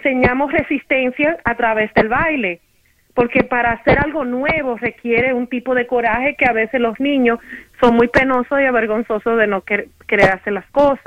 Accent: Santiago, Dominican Republic; born or raised there

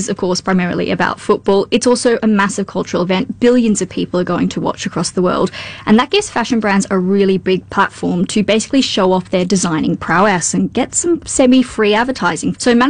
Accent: Australia; as an Aussie

